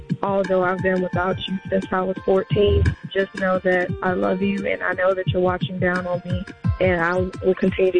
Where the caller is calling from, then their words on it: Valdosta, Georgia, United States; calling from Valdosta, Georgia.